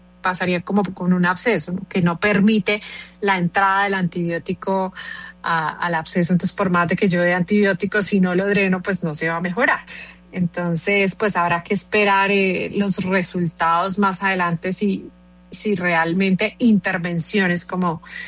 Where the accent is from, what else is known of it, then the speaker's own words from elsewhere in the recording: Norte de Santander, Colombia; Yo soy del norte de Santander